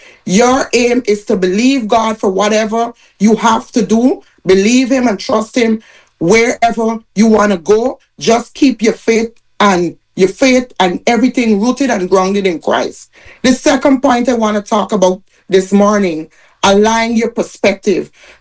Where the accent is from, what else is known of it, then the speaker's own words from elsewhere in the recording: Guyana; now in Houston, United States; I'm living in Houston, Texas, but I'm from Guyana. I'm Guyanese.